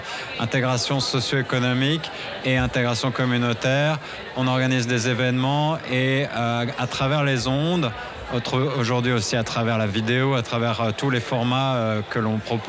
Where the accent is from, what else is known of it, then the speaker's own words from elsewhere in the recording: France; accent: French; moved away as an adult; now in Toronto, Canada; comme vous pouvez l'imaginer à mon accent venant de l'Europe, venant de la France.